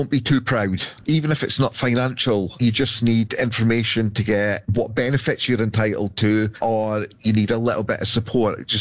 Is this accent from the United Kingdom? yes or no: yes; Brechin, Scotland, United Kingdom; we decided to move back up to Scotland because I'm a originally from Brechin.